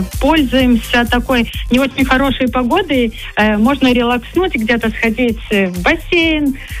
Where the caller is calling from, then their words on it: Daugavpils, Latgale, Latvia; мы из Даугавпилса